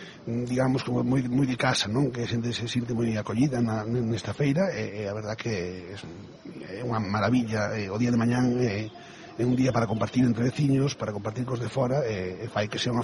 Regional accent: A Estrada, Galicia, Spain; Bueno, eu como estradense creo que a sidra probablemente estuvo aletargada durante moitos anos.

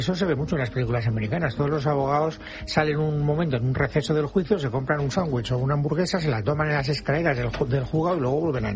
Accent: Valencian Community, Spain

